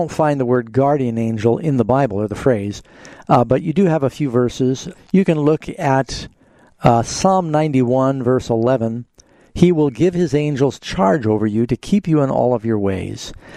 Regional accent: Burbank, California, United States; born there; Hi, Deborah. I was born in Burbank.

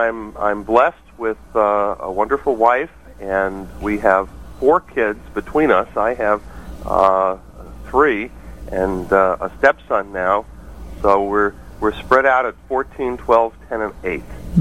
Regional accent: New York City, New York, United States; I was introduced to the Bible and to Jesus through a friend and neighbor that I grew up with in New York City

